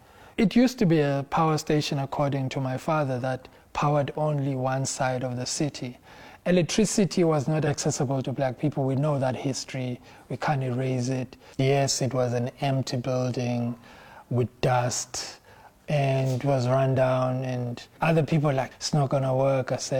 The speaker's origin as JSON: {"language": "English", "town": "Makhanda", "region": "Eastern Cape", "country": "South Africa", "tie": "born or raised there", "said": "Growing up in Makanda as an artist, hip-hop artist"}